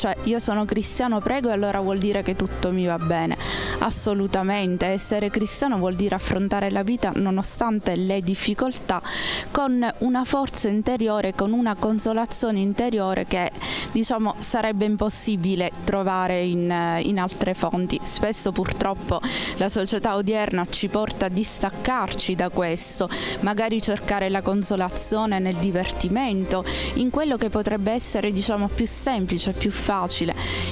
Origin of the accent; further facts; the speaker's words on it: Adrano, Sicily, Italy; Da Adrano, provincia di Catania.